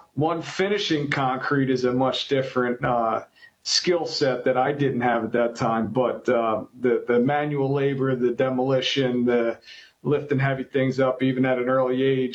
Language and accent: English; Wilmington, Delaware, United States; Yeah, from Wilmington, Delaware. I have two brothers and a sister. I am the second oldest.